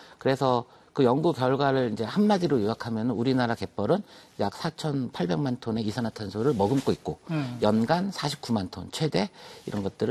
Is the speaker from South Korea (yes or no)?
yes; Seoul, South Korea; born there; 저는 이제 서울에서 태어났지만, 부모님이 이제 목포 장흥, 이렇게, 예, 전라도 쪽이라서요.